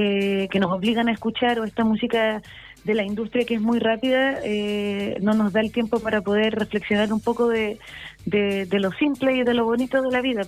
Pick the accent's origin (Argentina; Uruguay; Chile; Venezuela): Chile; Punta Arenas, Magallanes and Chilean Antarctica; yo soy de Punta Arenas, del sur, y siempre escuché harto folclore argentino que llega harto a Punta Arenas